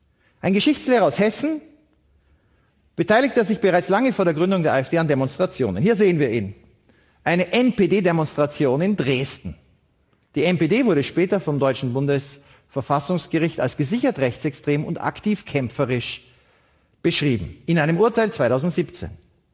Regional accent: Vienna, Austria; now in Berlin, Germany; Herzlichen Dank wieder einmal an den Falter für diese Gelegenheit und für die Chance, in meine Heimatstadt Wien zurückzukommen. Ich lebe derzeit in Berlin.

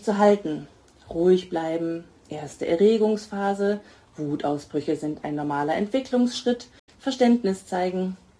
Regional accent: Munich, Bavaria, Germany; Ich komme aus München

